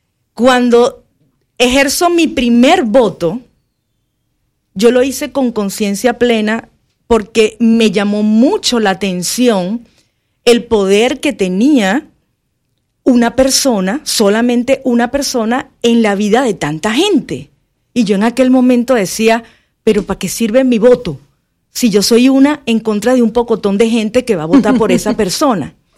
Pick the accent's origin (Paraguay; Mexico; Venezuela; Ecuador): Venezuela; Yo soy venezolana.